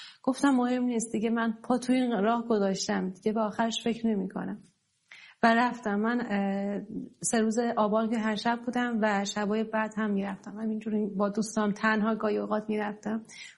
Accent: Esfarayen, North Khorasan, Iran; روی تخت بیمارستان شهرستان اسفراین، شهر خودمون

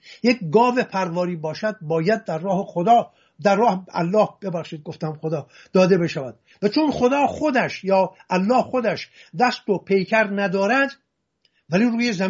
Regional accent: Hamadan, Iran; من به راستی این مردم، خودم در محله کریمیان همدان بزرگ شدم، دوستان من بیشینی دوستان من بهترین دوستان من یهودی هستن

